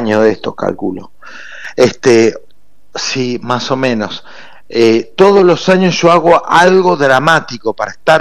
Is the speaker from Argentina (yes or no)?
yes; Argentina; yo soy argentino